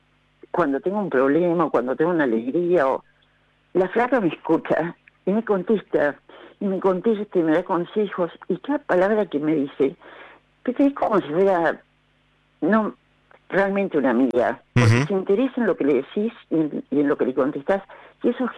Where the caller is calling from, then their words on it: Tortuguitas, Buenos Aires Province, Argentina; Soy de Tortuguitas.